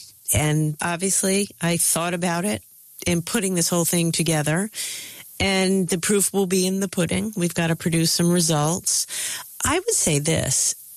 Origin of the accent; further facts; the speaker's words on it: Rhode Island, United States; I'm from Rhode Island. That's a core thing about who I am. Youngest of three kids, working class Italian-American family.